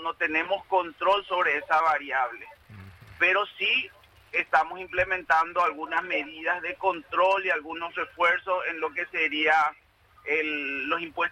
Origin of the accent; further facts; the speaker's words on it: Paraguay; como paraguayo confío en el equipo.